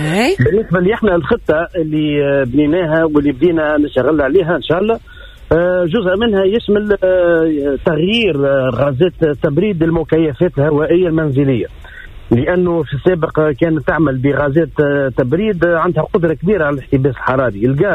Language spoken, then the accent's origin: Arabic; Tunisia; احنا عندنا في تونس